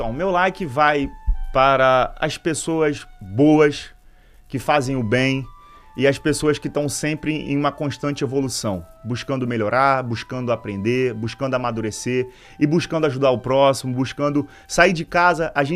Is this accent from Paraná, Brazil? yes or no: no; Rio de Janeiro, Brazil; sou nascido e criado ali no Parque Burle.